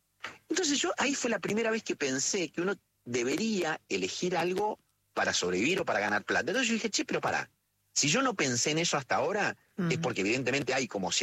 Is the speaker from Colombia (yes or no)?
no; Córdoba, Argentina; born there; En la ciudad de Córdoba.